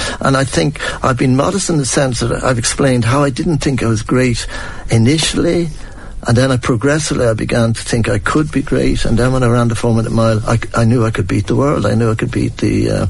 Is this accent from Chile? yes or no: no; Ireland; moved away as an adult; also born or lived in United States; I'm an Irishman, and I came home to Ireland in a time of depression in Ireland, and I'm the crew cut kid with the beginning of American accent